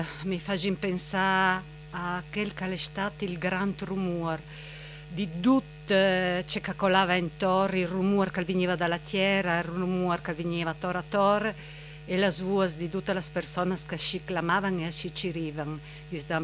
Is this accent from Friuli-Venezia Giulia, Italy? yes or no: yes; Anduins, Friuli-Venezia Giulia, Italy; sono di Anduins.